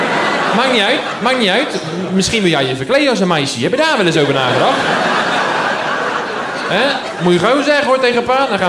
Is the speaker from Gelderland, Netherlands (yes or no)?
no; IJsselmonde, South Holland, Netherlands; Ik kom uit IJsselmonde. In Zeeuwen vandaan. Om het hoekje. Ik ben opgegroeid daar.